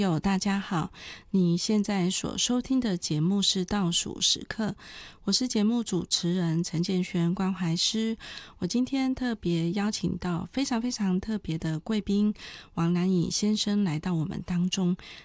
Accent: Taiwan; 把我们台湾人带到那里来帮助。

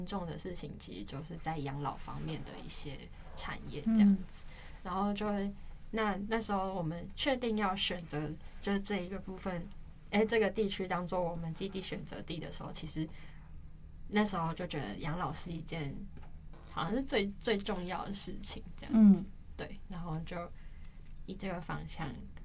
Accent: Yilan County, Taiwan; 因为我本身是宜兰人嘛

